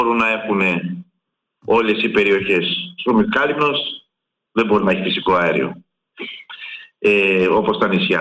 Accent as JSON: {"language": "Greek", "region": "Central Greece", "country": "Greece", "moved": "yes", "lives_now": "Chalkida, Greece", "said": "Εγώ είμαι κοντά, είμαι από τη Βόρειο Εύβοια, καταγωγή μου και εμένα. Από το Εσμήνιο, Δήμο Εστίας Ερυψού."}